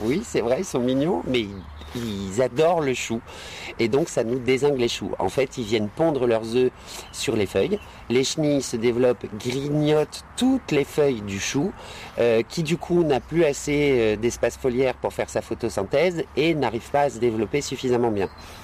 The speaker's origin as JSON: {"language": "French", "region": "Nouvelle-Aquitaine", "country": "France", "said": "chez nous, en Charente-Maritime"}